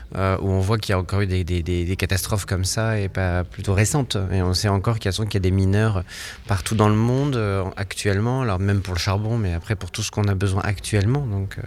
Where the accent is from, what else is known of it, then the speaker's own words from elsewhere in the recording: Hauts-de-France, France; même si je viens du Nord